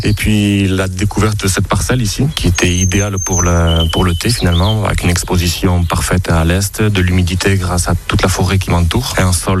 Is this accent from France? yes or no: yes; Ustaritz, Nouvelle-Aquitaine, France; j'ai 36 ans et je viens d'Ustaritz.